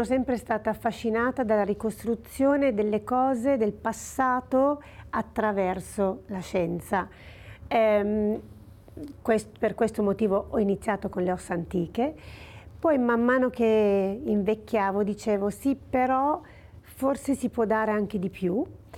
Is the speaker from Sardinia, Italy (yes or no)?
no; Pontestura, Piedmont, Italy; born or raised there